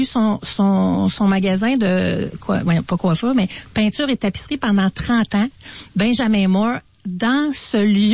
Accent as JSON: {"language": "French", "town": "Montreal", "region": "Quebec", "country": "Canada", "tie": "born or raised there", "said": "Et moi, j'ai grandi à Cartierville, Nouveau-Bordeaux. Puis il y avait l'école Sourpagop qui est à côté. Donc, une grande communauté arménienne quand j'étais au secondaire."}